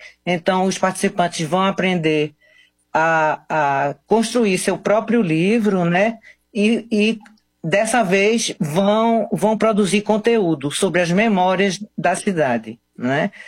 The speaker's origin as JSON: {"language": "Portuguese", "town": "Amaraji", "region": "Pernambuco", "country": "Brazil", "said": "eu sou de Amaragi, né? Então, assim, moro lá também, né?"}